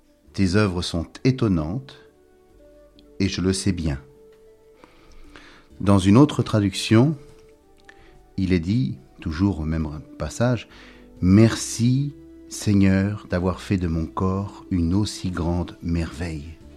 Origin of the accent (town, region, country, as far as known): Normandy, France